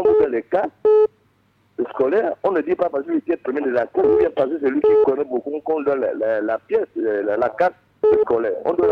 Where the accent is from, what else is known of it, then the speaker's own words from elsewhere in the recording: Gabon; born there; je suis né à Mélinet.